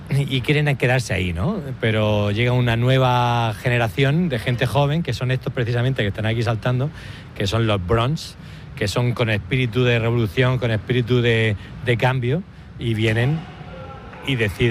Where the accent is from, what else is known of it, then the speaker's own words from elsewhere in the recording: Murcia, Region of Murcia, Spain; Soy de Murcia